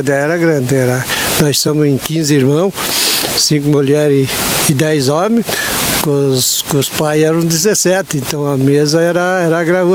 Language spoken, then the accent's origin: Portuguese; Leãozinho, Brazil; born there; Olha, eu nasci aqui no Leãozinho, né? Na comunidade de Leãozinho.